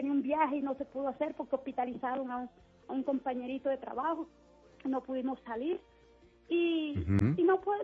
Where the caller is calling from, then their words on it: Sincelejo, Sucre, Colombia; Lo llamo desde Sincelejo.